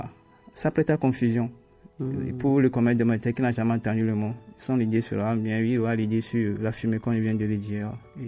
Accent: Togo; chez nous au Togo

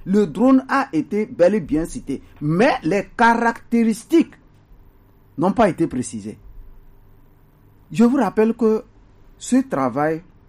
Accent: Togo; nous, en tant que Togolais

